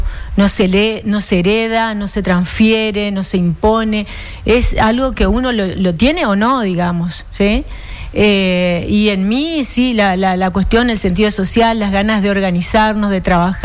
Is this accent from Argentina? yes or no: yes; Chaco, Argentina; born there; estudié en Tirol, porque en mi pueblo no había colegio secundario.